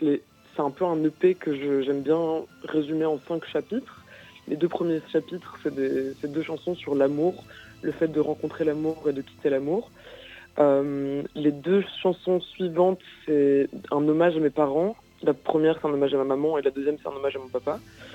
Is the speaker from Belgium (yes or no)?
yes; Belgium; born there; now in Brussels, Belgium; Je suis née en Belgique, mais toute ma famille vient de Lituanie.